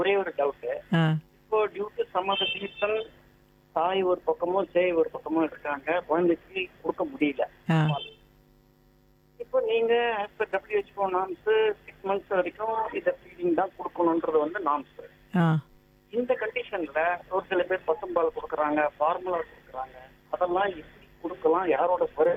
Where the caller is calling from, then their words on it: Chennai, Tamil Nadu, India; Royapettah